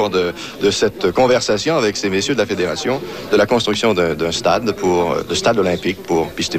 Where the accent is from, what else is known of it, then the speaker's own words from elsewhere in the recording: Montreal, Quebec, Canada; en tant que Montréalais